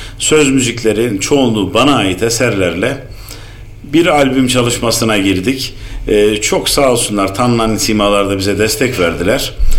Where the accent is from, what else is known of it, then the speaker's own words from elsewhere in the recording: Tunceli Province, Turkey; also born or lived in Erzincan; Erzincan doğumlu Tunceliyim. Afyon'dan evliyim. Eşim Afyonlu.